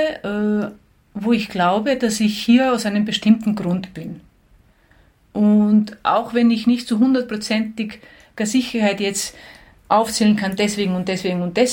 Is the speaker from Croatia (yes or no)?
yes; Đakovo, Osijek-Baranja County, Croatia; Genau in Jakowo, in meinem Heimatort, ist ja das älteste Lipizzanergestüt der Welt. Und da bin ich täglich reiten gegangen. Und ich sage auch, in der Kriegszeit, wo ich in der Schule war und so, war ich jeden Tag am im Reitgestüt.